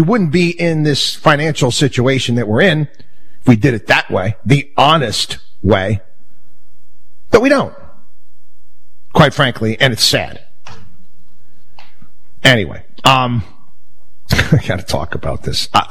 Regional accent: New York, United States; I grew up in New York, and there's a lot of government buildings in the state of New York that are just plain ugly.

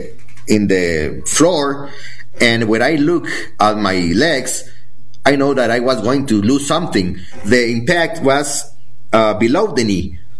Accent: Mexico; English is a second language; So you know that we are from Mexico. We don't have that kind of money in the accounts.

